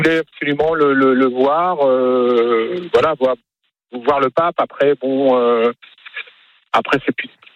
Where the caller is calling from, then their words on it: Île-de-France, France; moi, je suis en Seine-et-Marne.